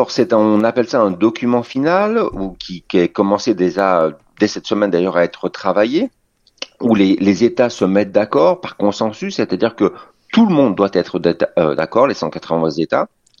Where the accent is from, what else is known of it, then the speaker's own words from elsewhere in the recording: France; chez nous en France